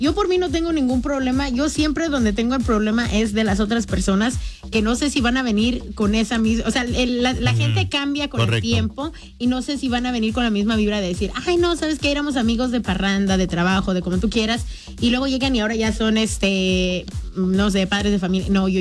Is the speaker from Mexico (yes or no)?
yes; Mexico City, Mexico; Soy chilanga, ya lo revisé.